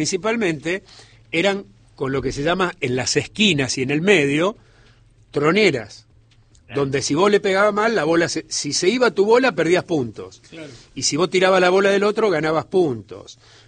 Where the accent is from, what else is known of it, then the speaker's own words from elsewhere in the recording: Rosario, Santa Fe, Argentina; yo soy rosarino al 100%